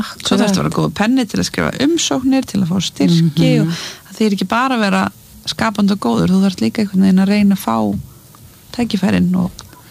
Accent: Mosfellsbær, Capital Region, Iceland; Já, ég elst upp í Mosús bæ með mömmu og, þarna, og eldri bróður mínum

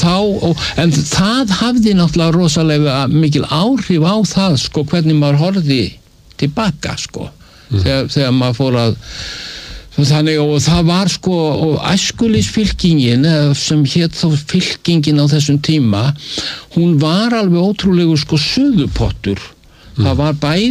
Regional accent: Reykjavík, Capital Region, Iceland; þegar ég er sko unglingur svona 14 ára þá flytt ég upp í Breiðholtið og þá ég er svona landnemi á þessum tveimur í þessum tveimur hverfum

